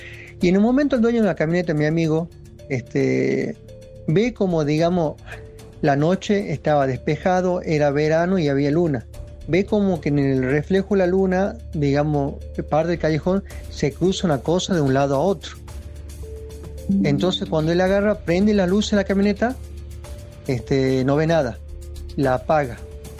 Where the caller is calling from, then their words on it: Tucumán, Argentina; de Tucumán.